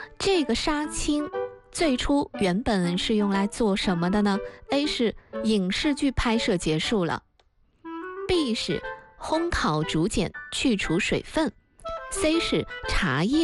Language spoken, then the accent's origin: Chinese; Jiangsu, China; 选择了 A 江苏啊，我的老家啊